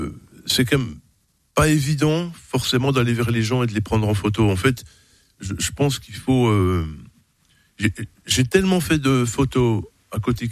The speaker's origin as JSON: {"language": "French", "town": "Montbéliard", "region": "Bourgogne-Franche-Comté", "country": "France", "tie": "born or raised there", "moved": "as an adult", "lives_now": "Besançon, France", "said": "je suis né à Montbéliard, mais je me sens byzantin beaucoup plus que montbéliardais. Ça fait un petit moment quand même que je suis ici maintenant."}